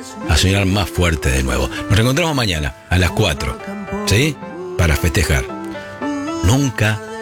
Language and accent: Spanish; Argentina; ser los más argentinos del mundo. De ser los más argentinos de la Argentina.